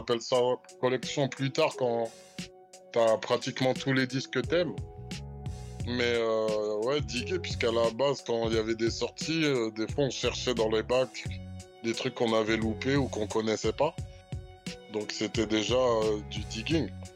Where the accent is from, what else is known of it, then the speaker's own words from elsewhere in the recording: Blanc-Mesnil, Île-de-France, France; Moi, j'étais de Blanc-Ménil, mais les autres, il y en avait de Bagneux, d'Antony.